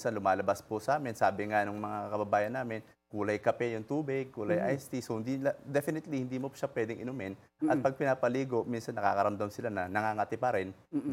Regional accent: Norzagaray, Central Luzon, Philippines; yung tubig na gagaling po sa amin sa Norza Garay, Bulacan. Pero kami po ay kulang pa din yung tubig sa amin.

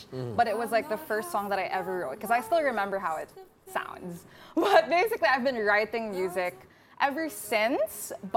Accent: Philippines; I was born and raised here, so mm-hmm. I feel like I am Filipina, like, by heart. So I don't feel as... I feel like I'm very in touch with my roots.

